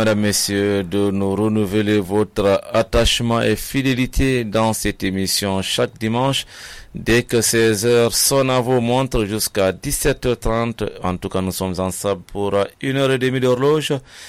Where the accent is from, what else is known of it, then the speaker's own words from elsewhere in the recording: Guinea; Ça, c'est chez nous, en Guinée.